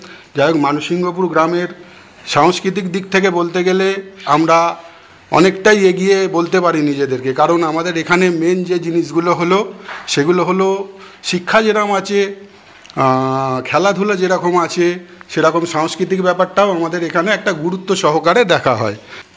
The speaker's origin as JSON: {"language": "Bangla", "town": "Jagatballavpur", "region": "West Bengal", "country": "India", "said": "5টা 7টা বড় বড় মাঠ আছে আমাদের জগৎবল্লভপুর গ্রামের মধ্যে"}